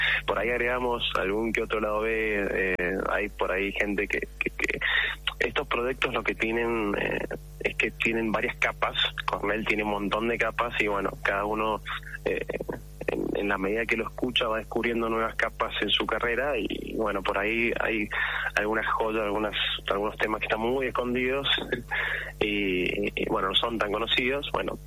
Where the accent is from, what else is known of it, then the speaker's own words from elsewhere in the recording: Mendoza, Argentina; La banda somos todos de Mendoza.